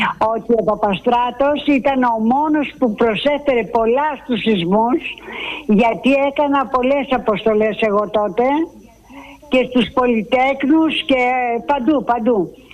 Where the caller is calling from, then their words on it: Cholargos, Attica, Greece; από το Χολεργό.